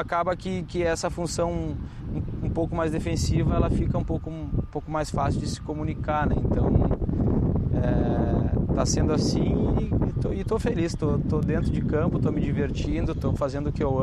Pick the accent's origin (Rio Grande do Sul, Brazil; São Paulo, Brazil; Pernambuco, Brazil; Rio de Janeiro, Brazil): Rio Grande do Sul, Brazil; moved away as an adult; also born or lived in Dubai; now in United States; eu sou de lá, né? Eu sou gaúcho, então as minhas raízes, a minha família está toda lá